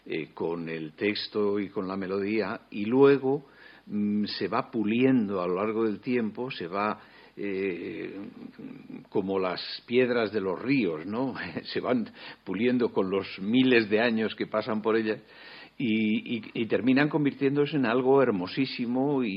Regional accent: Valladolid, Castile and León, Spain; la medalla de oro de la provincia de Valladolid, lo cual quiere decir que soy un poco profeta en mi tierra

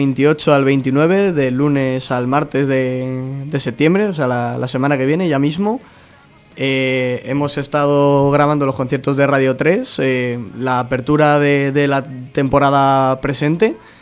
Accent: Cáceres province, Extremadura, Spain; born there; moved away; Pues estuvimos durante el año en Badajoz. Me falta ahí acercarme un poquito más para mi pueblo, sí.

